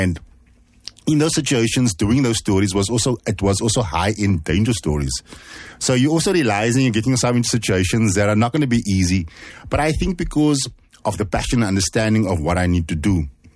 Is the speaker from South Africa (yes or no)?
yes; Cape Town, Western Cape, South Africa; me coming from Alexander Sinton, growing up in the Cape Flats in the 80s.